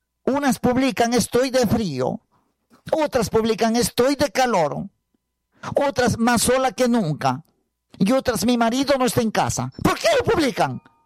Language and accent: Spanish; Huancabamba, Piura, Peru; si estoy acá en Tarapoto, estoy en mi tierra Huancabamba, Tuluce